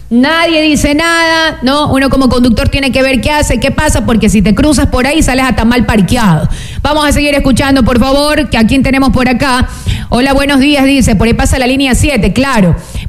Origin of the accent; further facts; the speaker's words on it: La Libertad, Santa Elena, Ecuador; somos habitantes del Cantón La Libertad